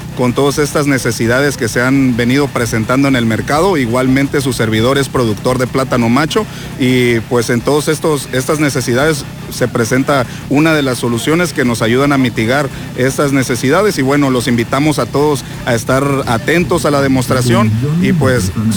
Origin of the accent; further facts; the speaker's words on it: Ejido de la Libertad, Chiapas, Mexico; yo soy originario de Ejido de la Libertad, municipio de Suchiate, orgullosamente platanero de Ejido de la Libertad